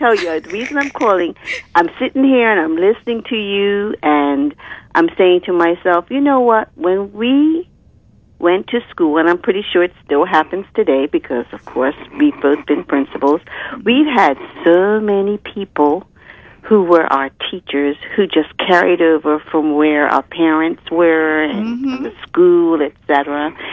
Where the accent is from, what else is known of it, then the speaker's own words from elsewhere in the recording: Bermuda; we were so privileged as children growing up in Bermuda